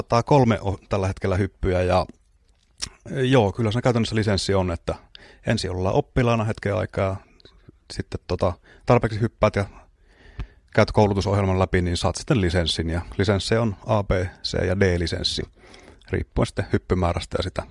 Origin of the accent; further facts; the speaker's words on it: Oulu, North Ostrobothnia, Finland; Mä oon oululainen valokuvaaja ja laskuvarjohyppääjä.